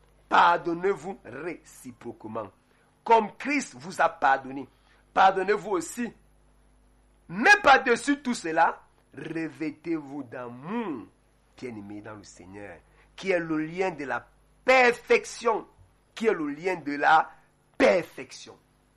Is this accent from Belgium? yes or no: no; Kondongo, Centre, Cameroon; Moi, je me rappelle, on a grandi ici en Kondongo. Je parle Lombo